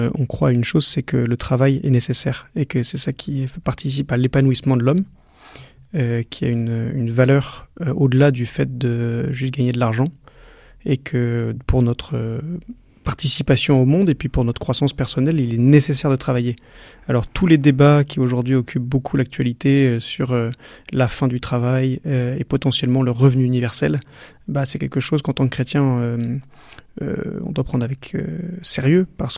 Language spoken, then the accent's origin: French; Brittany, France; now in Marseille, France; je vous appelle de Marseille. Je suis breton, donc je suis pas très loin de chez vous.